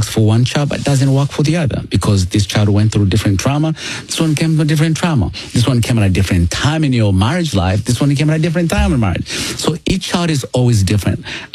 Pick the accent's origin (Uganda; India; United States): Uganda; You know, well, I come from Uganda and grew up poor of the poorest.